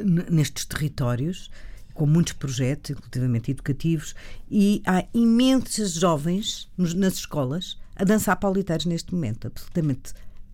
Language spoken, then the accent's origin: Portuguese; Portugal